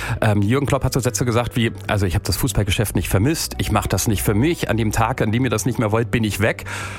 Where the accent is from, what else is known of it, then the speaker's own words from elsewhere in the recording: Mainz, Rhineland-Palatinate, Germany; born there; Ich bin in Mainz geboren.